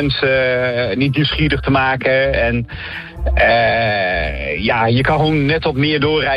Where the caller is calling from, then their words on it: Dreischor, Zeeland, Netherlands; Dreischor, Schouwduiveland.